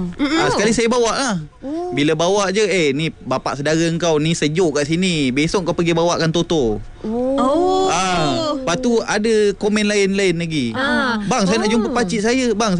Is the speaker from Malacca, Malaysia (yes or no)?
yes; Ayer Molek, Malacca, Malaysia; Saya berasal di Melaka juga. Di Ain Molek, Kelintang.